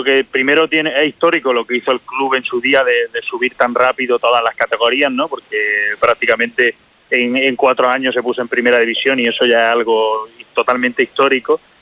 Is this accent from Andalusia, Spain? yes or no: yes; Granada, Andalusia, Spain; moved away as an adult; now in Córdoba, Spain; Yo soy de Granada, yo soy granadino.